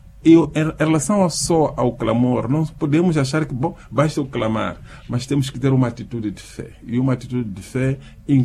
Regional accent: Mozambique; nós, como moçambicanos

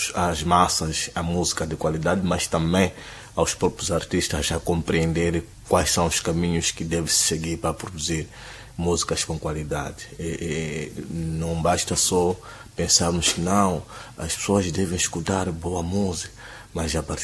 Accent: Tete, Mozambique; eu sou de Tete, sou filho daqui

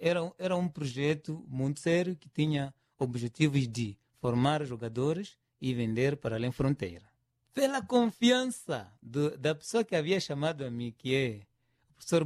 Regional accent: Niassa, Mozambique; o Desportivo do Niassa era um sucesso e orgulho da nossa província.

